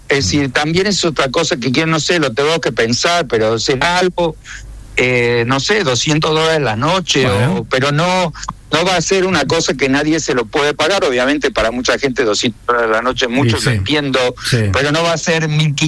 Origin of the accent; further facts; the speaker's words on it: Argentina; yo soy argentino, ciudadano argentino con DNI argentino.